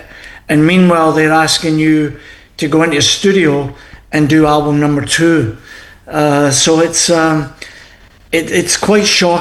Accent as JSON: {"language": "English", "region": "Scotland", "country": "United Kingdom", "said": "Yeah, so, being Scottish, and I know that Sam's off the Irish, his Irish background. I love coming to Newfoundland because it's got a wee touch of the old country for sure."}